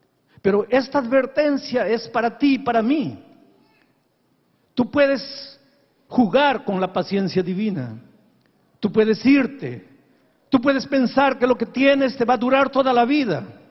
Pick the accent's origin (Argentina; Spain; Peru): Peru; born there; yo soy peruano, nací en el Perú.